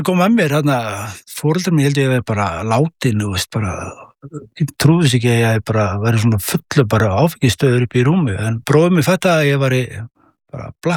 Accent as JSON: {"language": "Icelandic", "town": "Hveragerði", "region": "Southern Region", "country": "Iceland", "tie": "born or raised there", "said": "Ég frá Hveragerði, uppalinn þar, Hveragerðingur, og bjó mína skólagöngu í Hveragerði"}